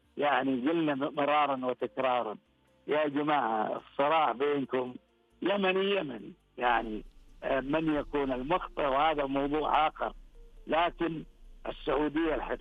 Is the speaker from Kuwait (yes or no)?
yes; Kuwait; يعني أنا أذكر عندنا في الكويت